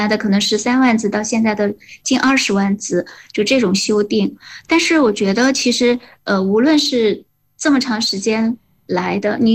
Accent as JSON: {"language": "Chinese", "area": "Xiangxi", "region": "Hunan", "country": "China", "tie": "born or raised there", "moved": "yes", "said": "虽然我少年时代是在这出生成长的，但是我毕竟远离湘西，所以我没有一直处在这样的一个自己的这样一个故土里"}